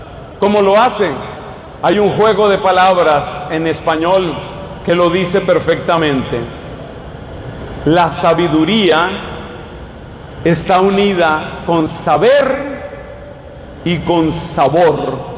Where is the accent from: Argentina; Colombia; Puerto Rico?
Colombia; yo soy colombiano, ustedes lo saben